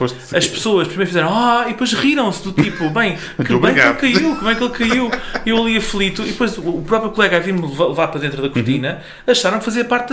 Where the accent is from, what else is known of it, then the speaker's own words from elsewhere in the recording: Portugal; É a terra da minha família paterna, por acaso também sou do Rosário.